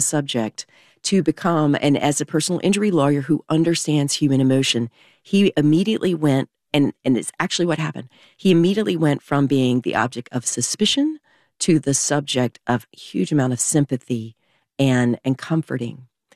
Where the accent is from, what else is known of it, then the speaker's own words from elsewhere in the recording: the South, United States; I was bound and determined as a Southerner myself